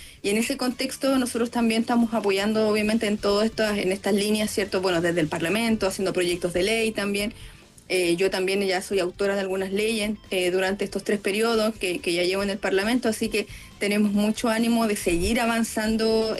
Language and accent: Spanish; Chile; Si soy una ciudadana chilena como cualquier otra, ¿cierto?